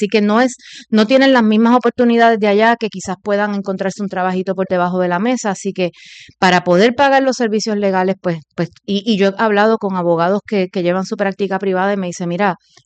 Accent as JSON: {"language": "Spanish", "country": "Puerto Rico", "also_born_or_lived": "Pennsylvania", "moved": "yes", "said": "poder estar en mi país"}